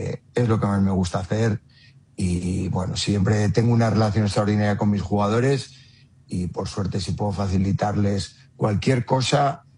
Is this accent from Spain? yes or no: yes; Valladolid, Castile and León, Spain; moved away as an adult; salí de España y volví en el año 20 a entrenar en mi ciudad, en Valladolid